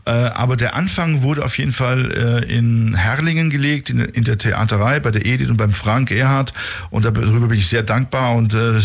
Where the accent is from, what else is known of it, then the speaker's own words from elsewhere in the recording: Campania, Italy; accent: Neapolitan; Also, dann gibt es aber auch noch Neapolitanisch, also ich spreche auch noch Dialekt, da können wir auch nochmal dazu kommen, wie ich überhaupt sprachlich aufgewachsen bin.